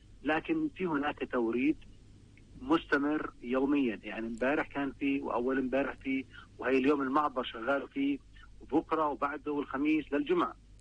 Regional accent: Palestine; في عندنا مشاكل فعلا إحنا كشعب فلسطيني بسبب الخنق الاقتصادي من الاحتلال.

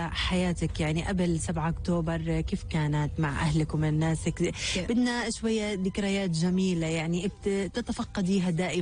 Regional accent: Gaza Strip, Palestine; احنا كفلسطينيين لقطاع غزة

